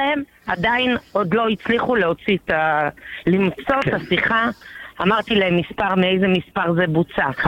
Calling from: Ashdod, Southern District, Israel; העברתי את הפרטים לחנות פה באשדוד. אני מאשדוד, פה באשדוד

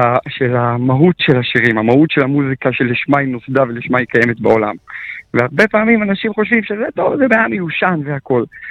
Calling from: Jerusalem, Jerusalem District, Israel; אני מירושלים.

